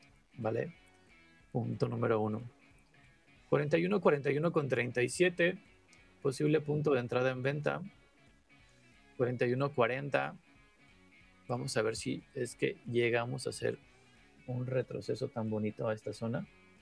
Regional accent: Mexico; yo soy mexa, yo soy de México.

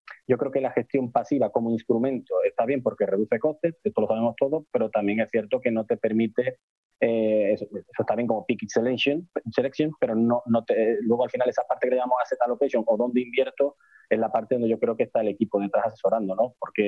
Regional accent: Galicia, Spain; como buen gallego depende. Te diría, o como buen banco gallego te diría que depende

